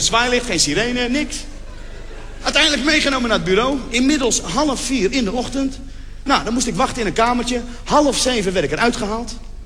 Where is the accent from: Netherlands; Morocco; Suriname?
Morocco; ik ben gewoon een Marokkaan die heel goed Nederlands kan praten